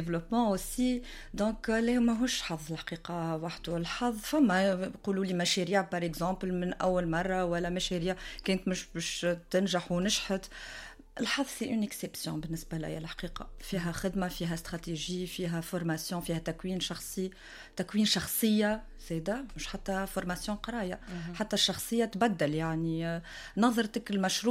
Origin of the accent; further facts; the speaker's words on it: Monastir, Monastir Governorate, Tunisia; انا بنت المستير تربيت في المستير